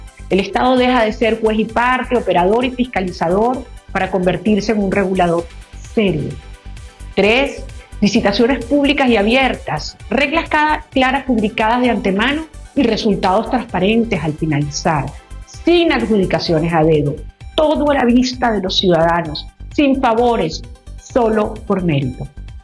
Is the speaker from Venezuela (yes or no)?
yes; Venezuela; Somos venezolanos y queremos seguir siéndolo.